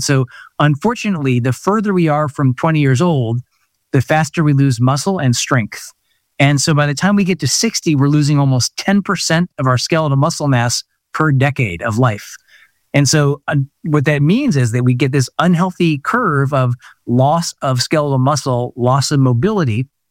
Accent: Kansas City, United States; now in New York City, United States; my hometown of Kansas City.

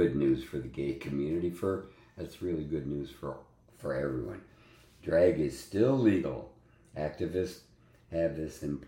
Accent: Michigan, United States; in Michigan, state of Michigan, my home state actually

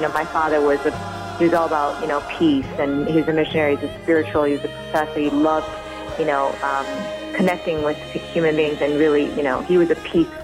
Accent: Chicago, Illinois, United States; Well, I had the great fortune of, being a Chicagoan. I was born and raised here, even though my parents were from Korea, North and South, respectively.

